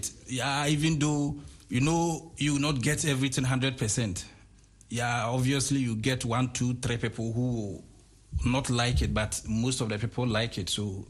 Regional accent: Ghana; I'm a Ghanaian, I'm from Ghana. I was born and raised in Ghana.

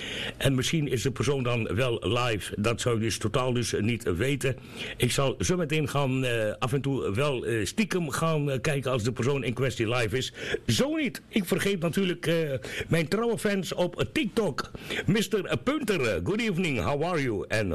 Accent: Rotterdam, South Holland, Netherlands; De Rotterdammers, de stad waar ik groot ben gebracht, waar ik ben opgegroeid.

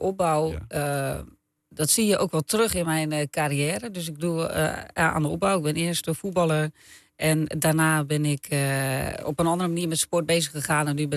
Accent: Lisse, South Holland, Netherlands; also born or lived in Noordwijk; Ja, dus ik heb een broer en een zus. En we zijn alle drie geboren in Lisse.

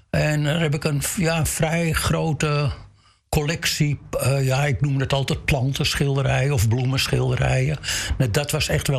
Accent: Amsterdam, North Holland, Netherlands; moved away as an adult; now in Den Helder, Netherlands; ik kom uit Amsterdam.

